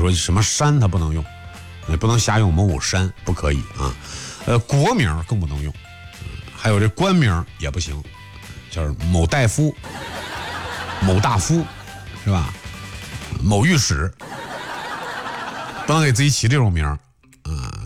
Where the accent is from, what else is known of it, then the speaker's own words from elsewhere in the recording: Zhengzhou, Henan, China; 咱们郑州人，